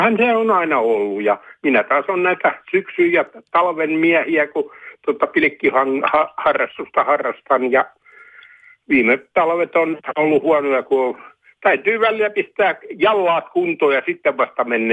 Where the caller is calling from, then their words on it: Orivesi, Pirkanmaa, Finland; tuonne Oriveden Hirsilään, mistä minä olen lähtöisin